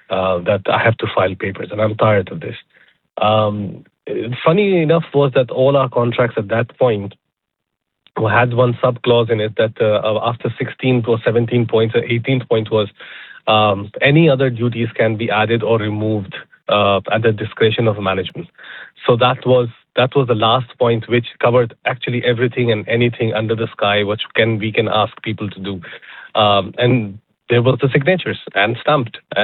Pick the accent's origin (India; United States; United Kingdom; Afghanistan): India; I am from India